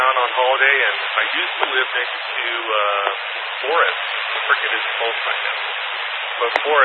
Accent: United States; moved away as an adult; now in Clarkston, Utah, United States; I'm visiting from out of town, but I'm originally from Fulbrick.

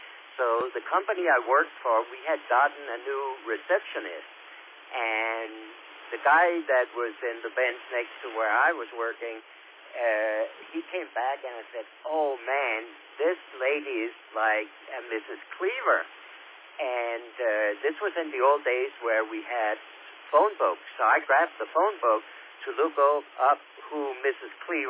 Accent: Copenhagen, Capital Region of Denmark, Denmark; moved away as an adult; also born or lived in Folsom, California; now in United States; I'm born and raised in Copenhagen

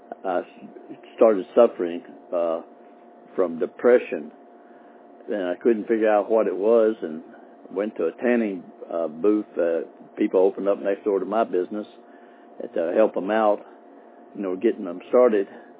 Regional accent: Cynthiana, Kentucky, United States; moved away as an adult; now in DeBary, Florida, United States; I'm from Cynthiana, Kentucky, which is a little small town about 30 miles north of Lexington on U.S. 27.

